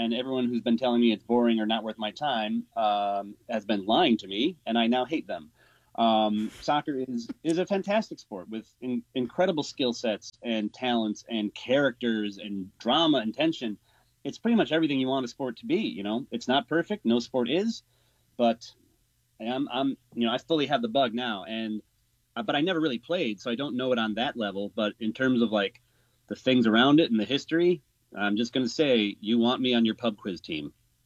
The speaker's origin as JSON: {"language": "English", "town": "Chicago", "region": "Illinois", "country": "United States", "tie": "born or raised there", "also_born_or_lived": "Amsterdam", "moved": "yes", "said": "Growing up in Chicago, soccer just did not penetrate my sphere at all"}